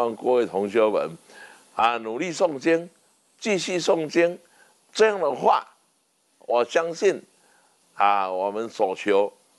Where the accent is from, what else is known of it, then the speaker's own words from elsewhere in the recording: Taiwan; 我们台湾人民，尤其维新圣教的维新弟子做得到